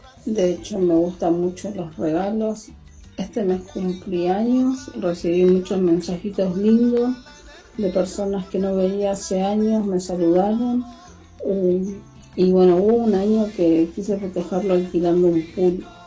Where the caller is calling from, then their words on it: Lomas de Zamora, Buenos Aires Province, Argentina; soy de Lomas de Zamora.